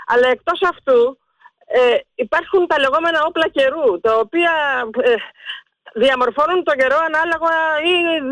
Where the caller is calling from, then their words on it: Central Greece, Greece; από Εύβοια είμαι